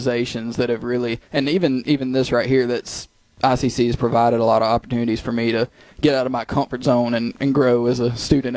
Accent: Pontotoc, Mississippi, United States; I'm from Pontotoc.

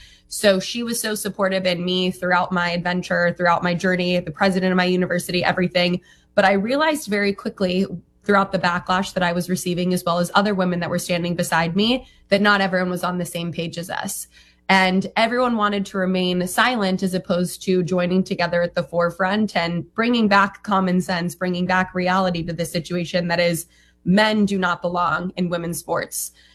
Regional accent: Nevada, United States; also born or lived in Utah; My home state of Nevada has a very similar protection as West Virginia, but listening to those arguments, same when I was there to represent when I was living in Utah at the time

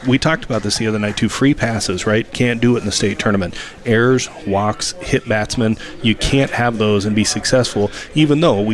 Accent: Corvallis, Oregon, United States; moved away; I grew up in Corvallis, Oregon.

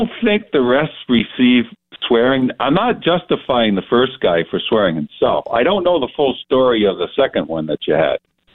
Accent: Connecticut, United States; now in New Hampshire, United States; I grew up in Connecticut, near Windham, Connecticut.

